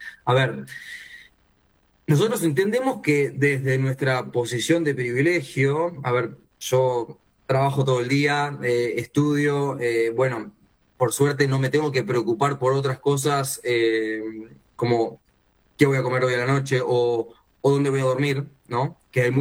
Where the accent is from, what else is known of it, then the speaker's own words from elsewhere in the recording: Montevideo, Uruguay; Somos todos montevideanos acá en su mayoría